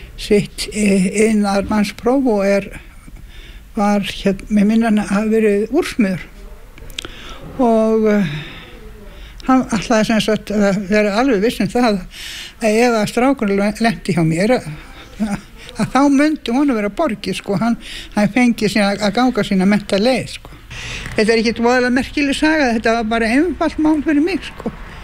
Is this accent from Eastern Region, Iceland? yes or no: no; Reykjavík, Capital Region, Iceland; Nei, ég ólstu upp í Laugarásnum.